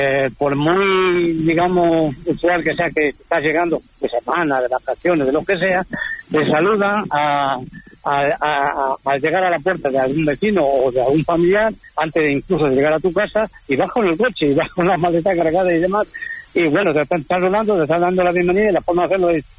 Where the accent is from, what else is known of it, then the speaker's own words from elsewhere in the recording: Extremadura, Spain; now in Castilla-La Mancha, Spain; el tema es que yo soy extremeño, pero desde hace casi 50 años, pues convivo con mi mujer, que es de La Mancha, en un pueblo que se llama Pilla Hermosa